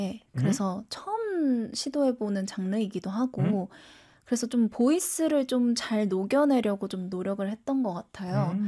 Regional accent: Busan, South Korea; 네, 근데 제가 부산 사람이라

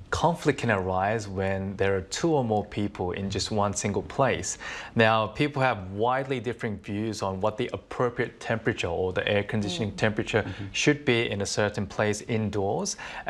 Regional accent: Australia; Because I'm from Australia, I can kind of like withstand the heat more than others, tolerate it.

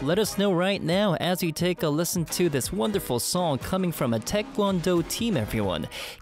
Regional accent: South Korea; Growing up in South Korea, almost every kid spends time after school at a local taekwondo gym.

